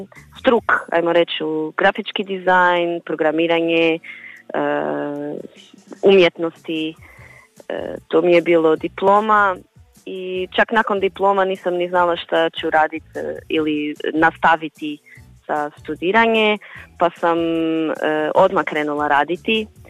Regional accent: Portugal; Croatian is a second language

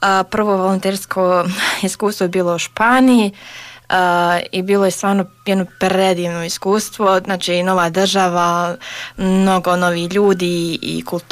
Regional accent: Sarajevo, Federation of Bosnia and Herzegovina, Bosnia & Herzegovina; dolazim iz Sarajeva, iz Bosne i Hercegovine.

